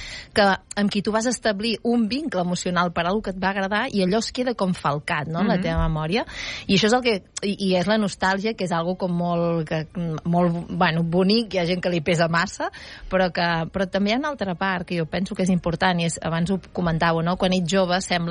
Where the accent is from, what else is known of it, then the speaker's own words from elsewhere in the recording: Girona, Catalonia, Spain; jo, a veure, a més soc de Girona